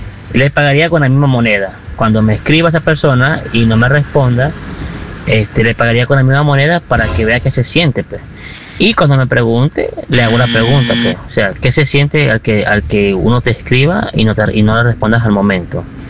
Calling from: Trujillo, La Libertad, Peru; Le hablo de Trujillo, La Libertad.

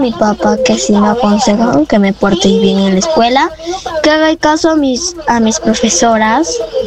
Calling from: Moyobamba, San Martín, Peru; Desde Moyobamba, a la altura.

